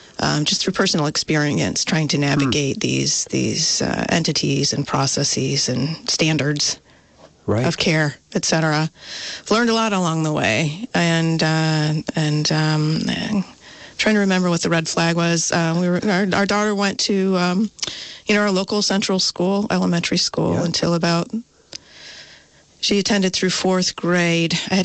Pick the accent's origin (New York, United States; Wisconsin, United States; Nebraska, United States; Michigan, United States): Michigan, United States; moved away as an adult; now in Vermont, United States; I came here. My boss, I came from Western Michigan, worked for Wolverine Worldwide, and my former boss there came to Vermont to work for Merrell Footwear here in Vermont.